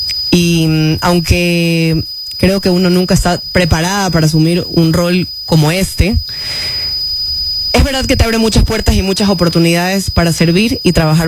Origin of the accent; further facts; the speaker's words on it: Galápagos, Ecuador; also born or lived in Chone; Bueno, nací en Chone, de ahí estuve tal vez hasta un par de meses, hasta el año tal vez, y de ahí me fui a vivir a Galápagos.